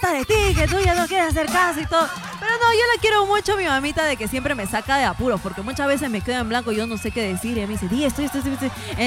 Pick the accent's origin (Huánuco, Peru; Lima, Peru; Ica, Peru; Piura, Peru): Huánuco, Peru